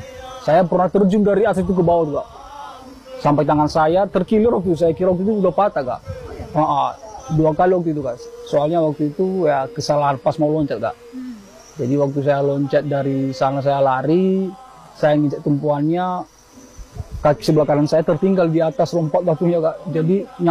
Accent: Bawomataluo, North Sumatra, Indonesia; saya asal Desa Bahumatalu, saya salah satu pelompat dari Desa Bahumatalu ini.

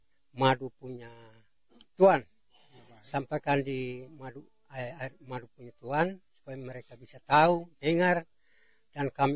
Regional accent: East Nusa Tenggara, Indonesia; Kami orang Kemak, kami punya tradisi. Tradisi dari nenek moyang, kaitan untuk kami panen madu, itu dari kami Kemak dari suku Lakobun.

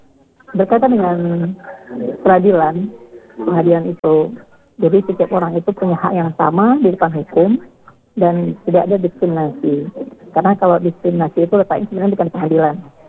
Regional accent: Takengon, Aceh, Indonesia; moved away; apalagi untuk daerah saya ya, Pakengon yang saya cintai, yang selalu saya rindukan di perantauan gitu ya.

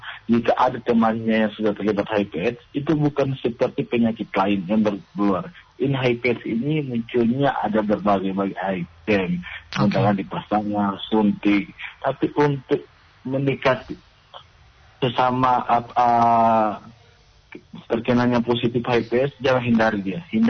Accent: Tapa District, Gorontalo, Indonesia; di kampung halaman saya, di Kecamatan Tap, apalagi di Kabupaten Bandar Belango.

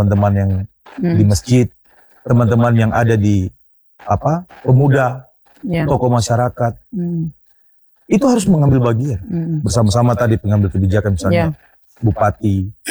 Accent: Papua, Indonesia; kita orang Papua

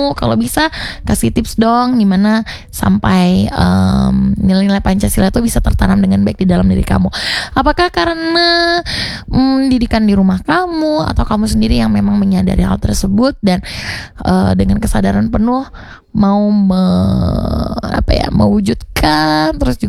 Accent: Indonesia; kita di Indonesia

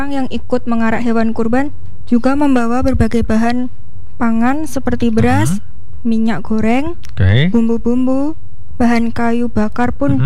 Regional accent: Nganjuk, East Java, Indonesia; Iya, Nganjuk. Nganjuk.

